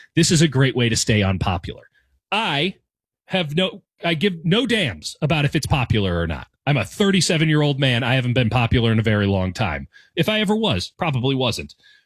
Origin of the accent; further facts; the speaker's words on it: United States; accent: American; Speaking as an American, you probably look at me and you go, well, that guy's probably American. I open my mouth, you definitely know I'm American.